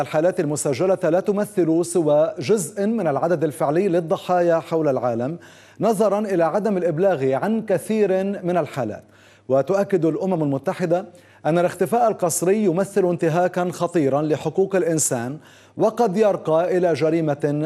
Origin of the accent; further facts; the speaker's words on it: Syria; كسوريين أتحدث.